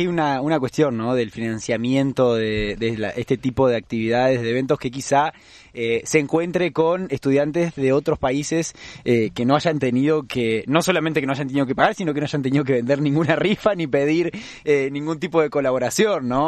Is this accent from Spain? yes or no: no; Argentina